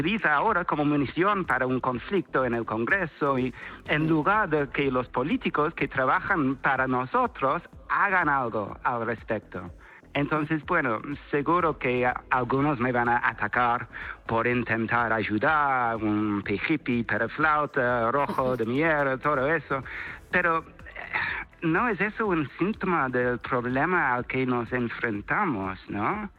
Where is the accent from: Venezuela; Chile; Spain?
Spain; Yo amo a España, soy español de los cojones. Y tengo el pasaporte, me DNI, estoy súper orgulloso.